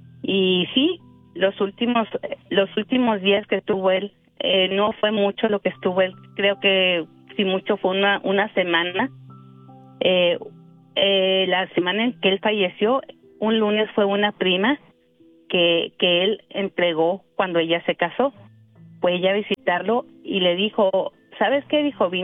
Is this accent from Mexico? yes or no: yes; Chihuahua, Mexico; nosotros somos de Chihuahua.